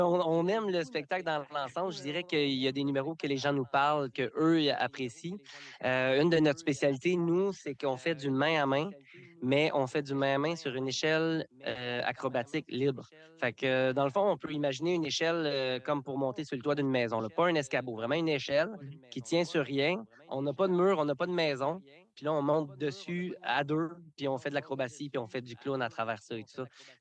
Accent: Canada; first language French; commencer chez nous au Canada.

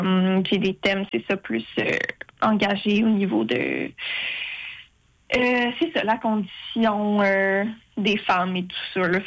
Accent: Quebec City, Quebec, Canada; born there; moved away as an adult; now in Montreal, Canada; je viens de Québec

